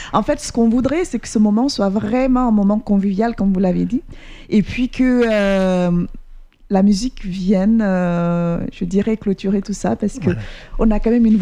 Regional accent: Ziguinchor, Senegal; moved away as an adult; now in France; C'est une ville importante, c'est la capitale du sud du Sénégal, donc de la Casamance. Et Ziguinchor, bah, j'y suis née, j'ai grandi à Ziguinchor, j'ai fait mes études à Ziguinchor.

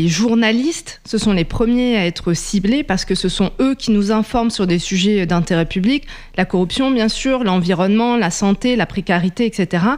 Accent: Montpellier, Occitanie, France; born there; moved away as an adult; Moi je suis arrivée à Montpellier quand j'avais 12 ans et j'ai quitté Montpellier à 20 ans. Et de ces 20 dernières années, en fait, j'ai habité dans 4 pays étrangers.

